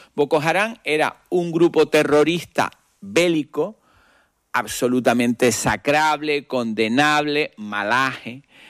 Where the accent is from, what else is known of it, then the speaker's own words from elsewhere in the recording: Canary Islands, Spain; yo me siento muy canario y me gusta la bandera canaria y me gusta la bandera española y soy muy español.